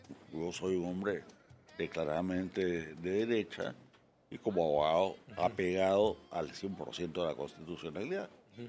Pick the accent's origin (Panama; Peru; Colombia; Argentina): Peru